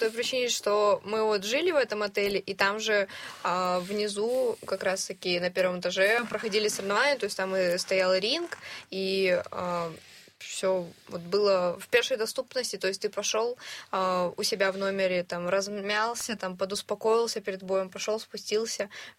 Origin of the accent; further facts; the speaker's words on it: Armenia; Ой, я из Армении, да.